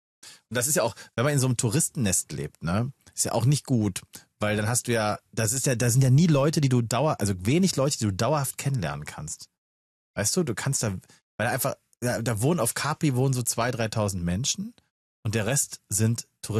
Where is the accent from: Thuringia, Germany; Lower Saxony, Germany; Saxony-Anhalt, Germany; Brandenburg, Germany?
Saxony-Anhalt, Germany; Magdeburg; now in Cologne, Germany; auch nicht in meinem Heimatort